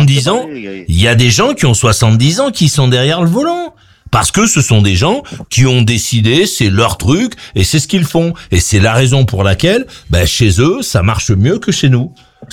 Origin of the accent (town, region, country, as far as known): France